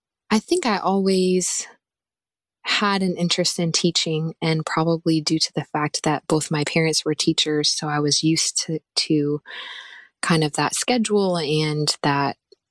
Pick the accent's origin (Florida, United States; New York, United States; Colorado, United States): Florida, United States; Leesburg; born or raised there